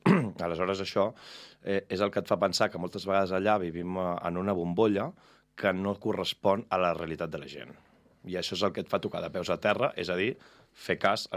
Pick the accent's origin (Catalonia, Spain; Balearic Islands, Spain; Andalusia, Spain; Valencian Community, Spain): Catalonia, Spain; Sant Feliu de Codines; moved away as an adult; now in Madrid, Spain; Jo mai m'he oblidat d'on vinc. I per mi sempre Sant Feliu és el primer